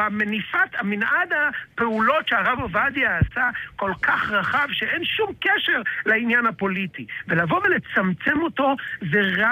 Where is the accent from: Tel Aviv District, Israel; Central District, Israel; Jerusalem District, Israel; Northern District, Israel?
Jerusalem District, Israel; Jerusalem; אנחנו ירושלמים